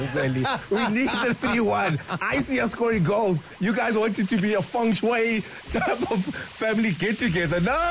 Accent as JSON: {"language": "English", "country": "South Africa", "said": "if I'm a patriot of South Africa"}